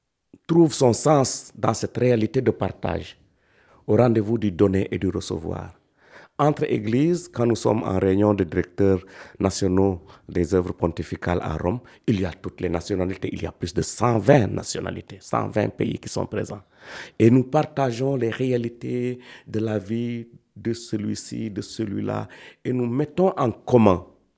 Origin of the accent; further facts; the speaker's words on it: Senegal; Chez nous au Sénégal